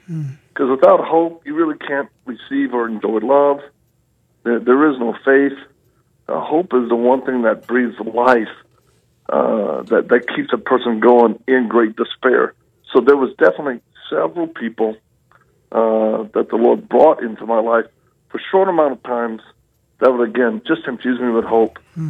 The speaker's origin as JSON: {"language": "English", "region": "Louisiana", "country": "United States", "tie": "born or raised there", "also_born_or_lived": "Mississippi / Texas", "said": "Well, I'm a Southern boy. I was born in Louisiana, and spent a lot of time on the bayous. And then, you know, we moved around a lot. So we spent time in three main states, Louisiana, Mississippi, and Texas."}